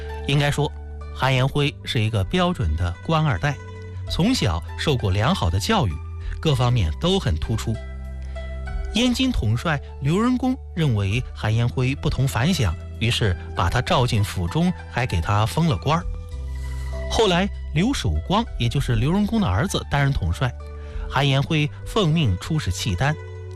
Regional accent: Hebei, China

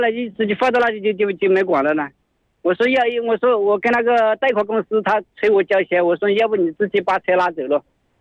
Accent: Shaoyang, Hunan, China; moved away; 送到我们老家，送到是湖南邵阳

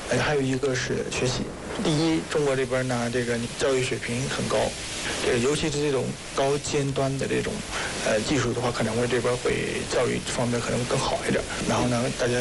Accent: Myanmar; 我们缅甸那边的这个潜意识里边，卖花不可能有这么大

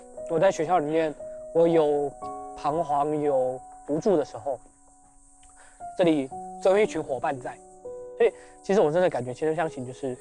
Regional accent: Taiwan; moved away as an adult; now in Hunan, China; 像这次我爸从台湾过来参加我的毕业典礼

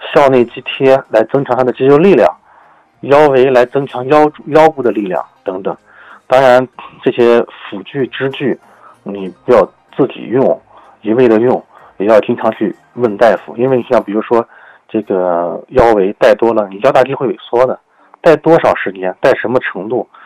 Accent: China; 我们中国人

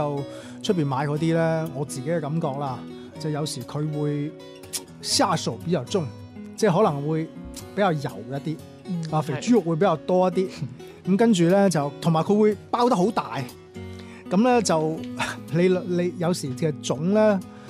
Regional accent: Guangzhou, Guangdong, China; 我係喺廣州長大嘅，我即係我父母嗰代已經出咗嚟廣州啦，咁啊喺呢一邊咧就成長嘅。

